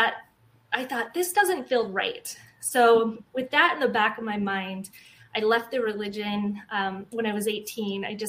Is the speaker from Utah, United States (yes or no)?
yes; American Fork, Utah, United States; It was called American Fork. I don't know if people are familiar with Brigham Young University. It's a very kind of well-known Mormon university. I lived really close to there.